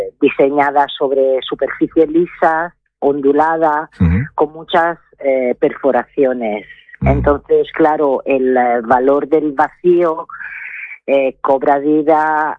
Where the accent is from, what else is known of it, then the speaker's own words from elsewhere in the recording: Florence, Tuscany, Italy; Spanish is a second language; now in El Campello, Spain; Pues yo soy de Italia, de Florencia, y vivo en Alicante desde hace 20 años, en el Campello, exactamente.